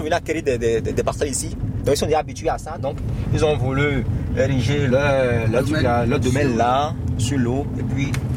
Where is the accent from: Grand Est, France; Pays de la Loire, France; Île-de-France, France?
Grand Est, France; Thionville; Je suis originaire de Thionville. Paternellement et maternellement. Et j'y suis né.